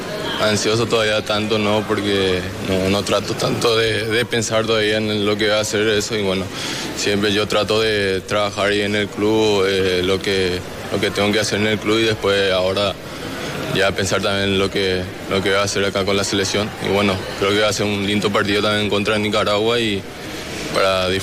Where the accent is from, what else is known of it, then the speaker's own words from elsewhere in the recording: Paraguay; now in Europe; estar acá en mi país, en nuestro país.